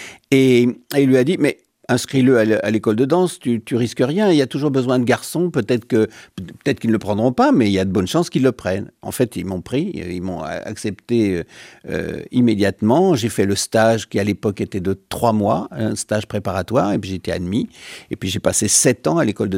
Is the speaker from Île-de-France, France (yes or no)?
yes; Paris, Île-de-France, France; Je suis parisien, je suis un petit parisien plutôt banlieusard, mais parisien, oui.